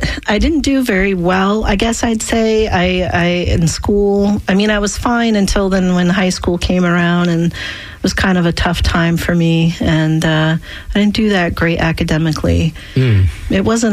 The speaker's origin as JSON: {"language": "English", "town": "Franklin", "region": "New Hampshire", "country": "United States", "tie": "born or raised there", "said": "It's a beautiful place to grow up. Yeah. Uh-huh. It's I grew up in a small town, Franklin, New Hampshire"}